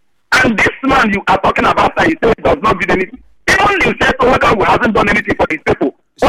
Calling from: Erema, Rivers, Nigeria; I'm calling from Erema community.

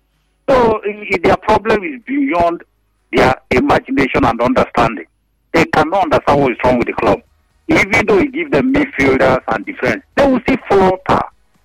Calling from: Port Harcourt, Rivers, Nigeria; I'm calling from Port Harcourt.

